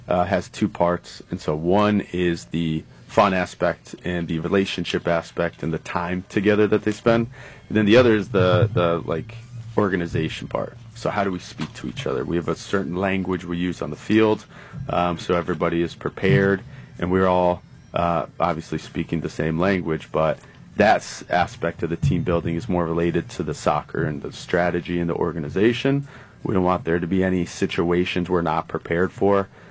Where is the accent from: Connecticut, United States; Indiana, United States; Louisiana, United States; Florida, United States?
Connecticut, United States; Westbrook; moved away as an adult; now in Wethersfield, United States; I'm from Westbrook, Connecticut, on the shoreline.